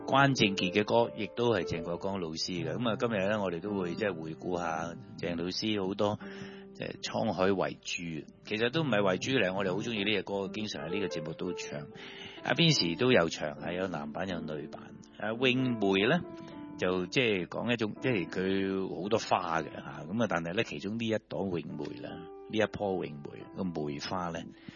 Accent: Hong Kong

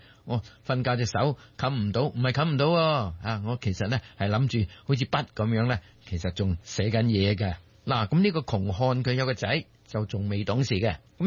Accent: Guangdong, China

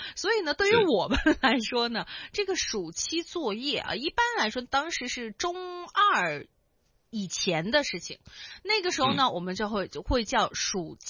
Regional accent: Hong Kong; first language Cantonese; Chinese is a second language; 我在香港长大，所以呢有很长的一段时间呢，就是暑假的一段时间，就是父母是因为看不过去了，因为感觉孩子只说广东话，一点普通话都不会

